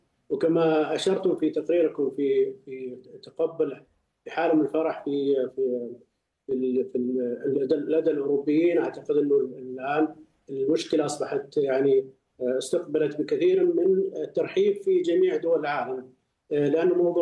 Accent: Riyadh, Riyadh Province, Saudi Arabia; بما أني من الرياض

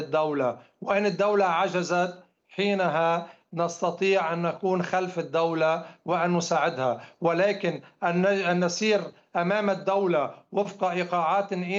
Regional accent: Lebanon; نحن كلبنانيين جميعا، لبنان ليس مؤلف فقط من حزب الله، هناك أفرقاء كثر، هناك مكونات عدة في لبنان

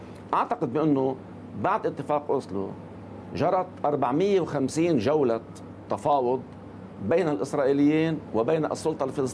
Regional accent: Lebanon; إذن يعني علينا كلبنانيين إذا كنا نريد أن نتقدم أن يعني نتكلم مع الأمريكيين

